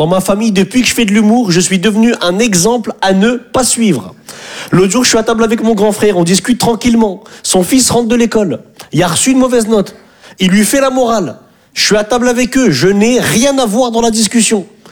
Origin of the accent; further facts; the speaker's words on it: Hauts-de-France, France; now in Paris, France; Moi, je suis un ch'ti. Je viens du nord de la France.